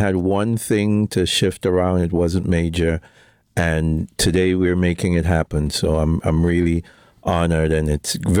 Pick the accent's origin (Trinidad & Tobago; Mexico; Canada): Trinidad & Tobago; moved away as an adult; now in United States; in terms of origination, I am from Trinidad and Tobago. And probably to put a little damper on what Uezy said early on, my father is Trinidadian and my mom is Tobago.